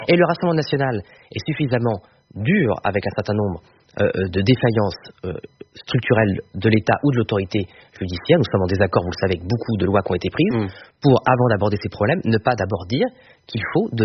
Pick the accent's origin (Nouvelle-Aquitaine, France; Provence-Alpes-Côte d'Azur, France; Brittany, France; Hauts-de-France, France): Hauts-de-France, France; Boulogne-sur-Mer; born there